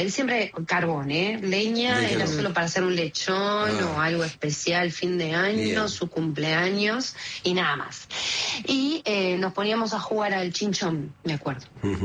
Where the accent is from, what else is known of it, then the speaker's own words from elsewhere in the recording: Banfield, Buenos Aires Province, Argentina; Yo, zona sur, yo me crié en Banfield.